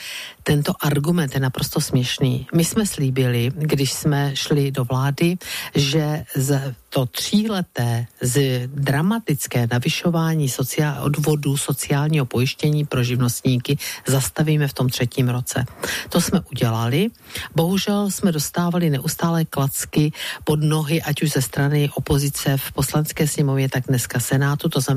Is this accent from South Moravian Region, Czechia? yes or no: yes; Brno, South Moravian Region, Czechia; protože jsem Brňačka